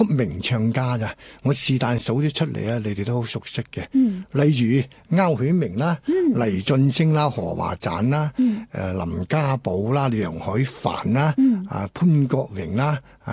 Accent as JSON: {"language": "Cantonese", "region": "Guangdong", "country": "China", "said": "嶺南文化對我哋廣府人嚟講咧，係好多共同點嘅。"}